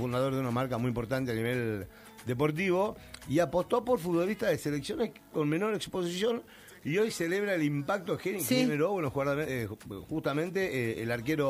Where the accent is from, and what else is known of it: Argentina